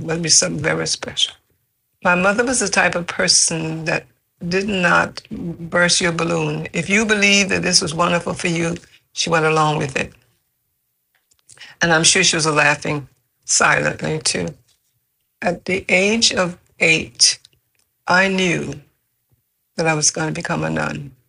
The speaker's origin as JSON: {"language": "English", "town": "Kingston", "region": "Louisiana", "country": "United States", "tie": "born or raised there", "said": "I grew up in Kingston, Louisiana, which is near Grand Coteau area, that area. If you know anything about Sunset Grand Coteau, that's where I came up. In a very religious home, my mother and father, and we were six children."}